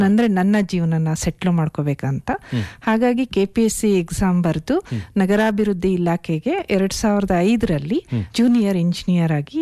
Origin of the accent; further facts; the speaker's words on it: Konthana Mane, Karnataka, India; born there; Sir, ನಾನು ಹಾಸನದಿಂದ ಒಂದು ಸುಮಾರು 80 ಕಿಲೋಮೀಟರ್ ದೂರ ನಾನು ಹುಟ್ಟಿದ್ದು ಕೊಂತನ ಮನೆ ಅಂತ.